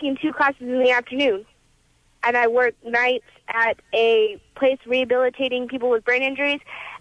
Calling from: Bakersfield, California, United States; I am from Bakersfield

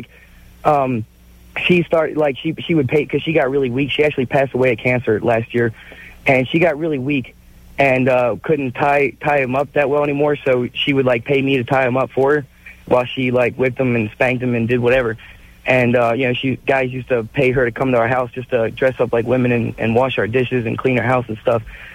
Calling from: Chicago, Illinois, United States; I'm calling from Chicago. Illinois.

